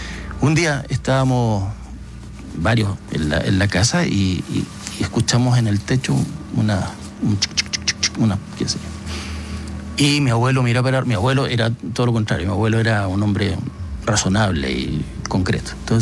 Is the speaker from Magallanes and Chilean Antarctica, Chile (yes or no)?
yes; Magallanes and Chilean Antarctica, Chile